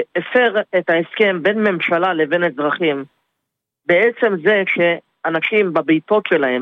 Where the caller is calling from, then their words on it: Ness Ziona, Central District, Israel; אני מנס ציונה.